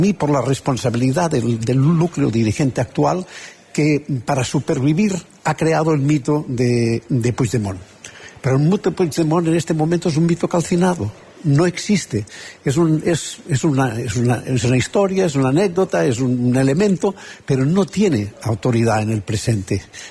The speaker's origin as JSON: {"language": "Spanish", "region": "Catalonia", "country": "Spain", "said": "Es un poco difícil porque yo soy ciudadano de España, pero catalán, que es"}